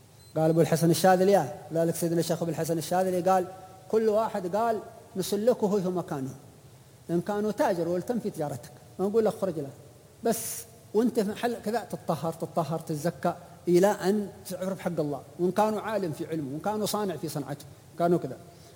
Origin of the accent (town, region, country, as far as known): Hadhramaut, Yemen